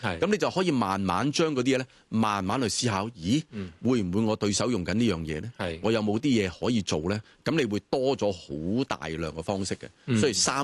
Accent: China; 咁三五五七，我哋中國人裏邊咧就叫做單數

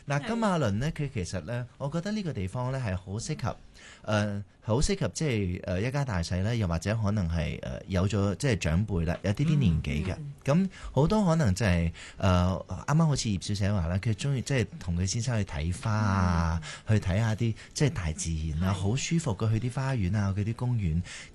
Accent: Ipoh, Perak, Malaysia; also born or lived in Malacca / Penang; now in Kuala Lumpur, Malaysia; 系马六甲出世嘅，系啦，咁我喺马六甲出世啦。咁跟住就由细即系读幼稚园咧，就搬咗入去怡保啦。咁就喺怡保咧就读。

